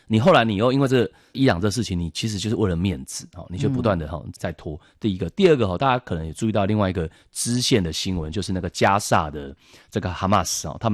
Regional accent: Taiwan; 我们台湾人有时候会忽略川普这个模式

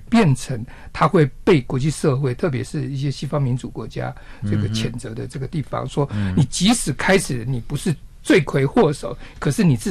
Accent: Taiwan; 比如说我们台湾这边发生个水灾

